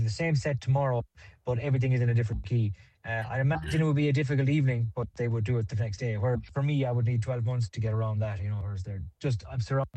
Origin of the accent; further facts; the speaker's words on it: Ennis, Munster, Ireland; Socks started 17 years ago back in my hometown of Ennis, County Clare.